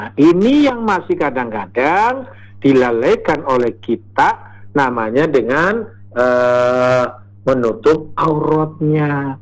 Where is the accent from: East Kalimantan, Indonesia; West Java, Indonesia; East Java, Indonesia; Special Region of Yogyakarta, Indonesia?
West Java, Indonesia; Cirebon; kalau kita orang Cirebon menyebutnya dengkul